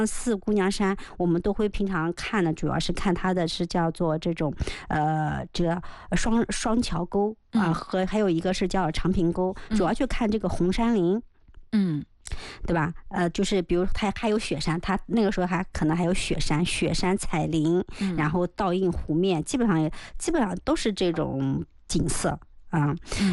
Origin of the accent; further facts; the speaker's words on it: Anhui, China; 咱们是安徽人嘛，